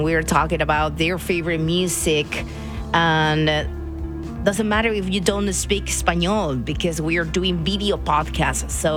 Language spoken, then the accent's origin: English; Argentina; born or raised there; moved away